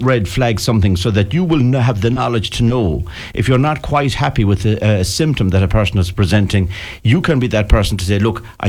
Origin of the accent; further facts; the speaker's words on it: Ireland; we as Irish people